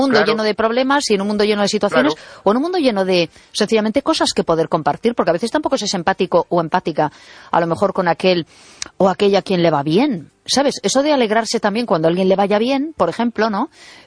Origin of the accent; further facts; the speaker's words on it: A Coruña, Galicia, Spain; Soy de Coruña, pero sí, vivo en estos momentos.